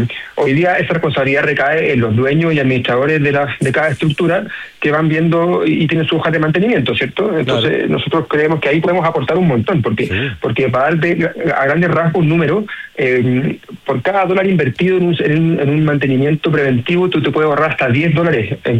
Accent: Chile

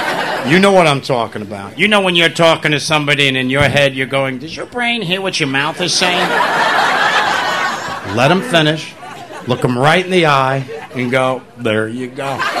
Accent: New York, United States; I'm a New Yorker, you know New Yorkers and New Jersey people.

